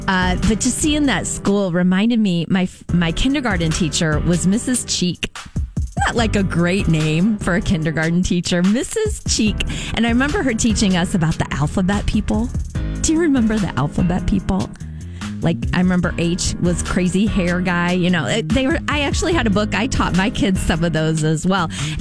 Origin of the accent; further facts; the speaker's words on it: Metamora, Illinois, United States; moved away; Growing up in Metamora, that was a really big deal on Friday nights. I lived on the same street as the high school